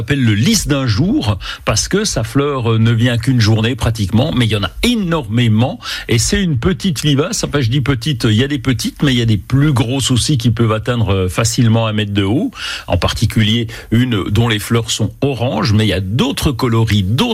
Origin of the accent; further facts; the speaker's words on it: Bourgogne-Franche-Comté, France; chez nous, en Franche-Comté